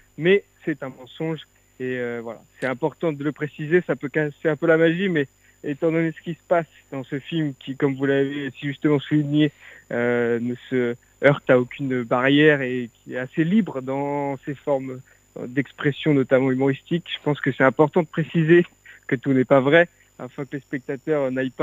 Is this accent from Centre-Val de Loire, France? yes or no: yes; Centre-Val de Loire, France; mais je suis Tourangeau, donc je viens de Touraine, exactement.